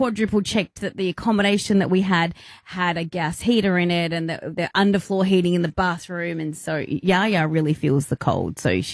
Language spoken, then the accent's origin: English; England, United Kingdom; born there; I was born in England